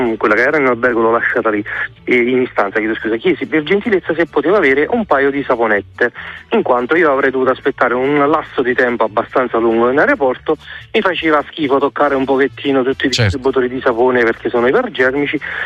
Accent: Naples, Campania, Italy; ha visto che io sono napoletano e sono stato uno dei pochi che non si è fottuto.

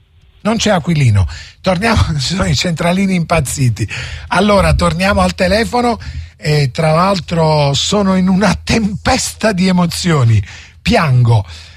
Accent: Naples, Campania, Italy; Noi che siamo napoletani lo sappiamo, no? Anche noi, per una serie di motivazioni, come dire, facevamo un po' fatica ad addentrarci ai quartieri spagnoli.

